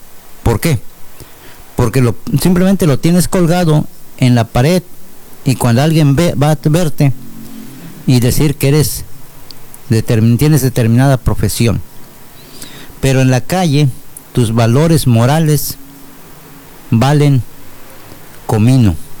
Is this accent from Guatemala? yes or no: no; Mexico; ¿realmente somos mexicanos un día o somos mexicanos todos los días?